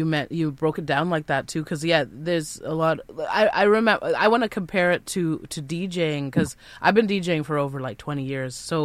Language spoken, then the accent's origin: English; Ottawa, Ontario, Canada; born there; I was born out in Ottawa